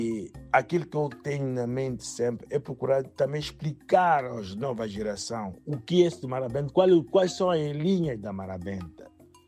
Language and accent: Portuguese; Mozambique; Bem, como moçambicano também, para dizer que o sangue do moçambicano corre sempre nas minhas veias.